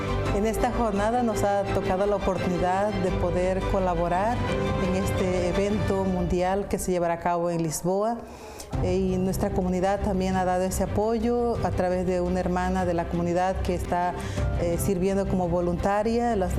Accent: Puerto Escondido, Oaxaca, Mexico; moved away as an adult; now in Portugal; Soy originaria del estado de Oaxaca, de la diócesis de Puerto Escondido. Y actualmente me encuentro realizando la misión aquí en Portugal desde hace 8 años.

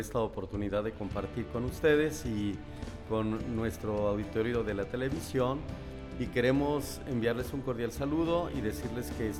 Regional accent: Mexico; nuestros mártires mexicanos

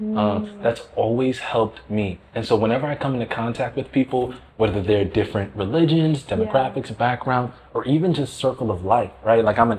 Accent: New York City, New York, United States; now in Ave Maria, United States; so I'm from Harlem, New York City, and, you know, bright lights, busy streets, train stations, crowded people.

